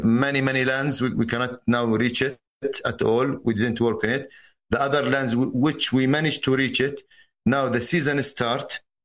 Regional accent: Halhul, Hebron Governorate, Palestine; I am from Halhul. Halhul is a city north to Hebron. In Halhul, we are our main business or our main work is farmers.

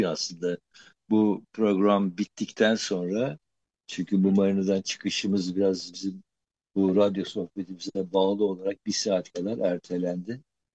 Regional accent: Eskişehir, Turkey; moved away; Ben Eskişehir doğumluyum.

